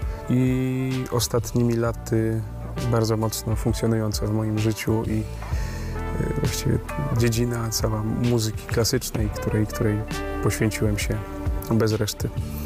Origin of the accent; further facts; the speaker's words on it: Chorzów, Silesian Voivodeship, Poland; born there; Urodziłem się na Śląsku w Chorzowie